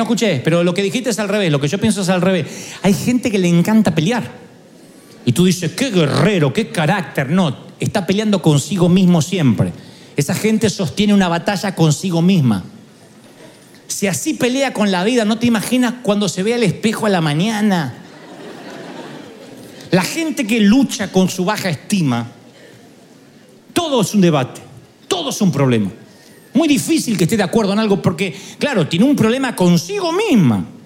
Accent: Argentina; born there; moved away; allá en Argentina nací, allá.

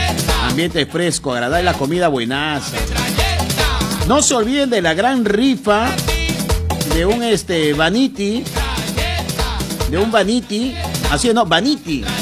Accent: Peru; Un aplauso para mi Perú. Ya han puesto su bandera ya en las afueras de su house, de su casita. Ya pues, como buen peruano, identifícate con tu bandera. ¡Viva el Perú, viva!

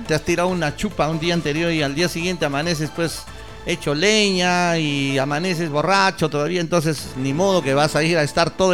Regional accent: Huancayo, Junín, Peru; now in Mazamari, Peru; Pero ahora surge la interrogante, Maruja Lara, pero yo soy de Huancayo.

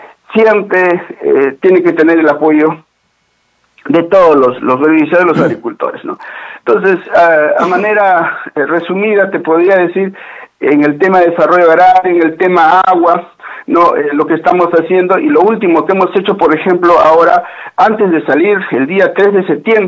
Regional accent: Candarave, Tacna, Peru; tanto quiero a mi tierra

